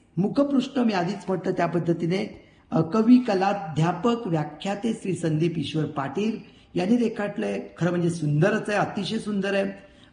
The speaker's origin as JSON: {"language": "Marathi", "region": "Maharashtra", "country": "India", "tie": "born or raised there", "said": "मला माझं कोकण म्हणजे माझं गाव आठवलं."}